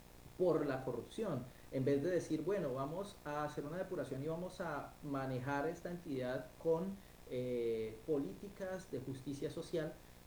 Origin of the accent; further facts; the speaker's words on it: Colombia; now in Geneva, Switzerland; un saludo muy especial desde aquí, desde Ginebra, Suiza. Un saludo al pueblo, mi pueblo colombiano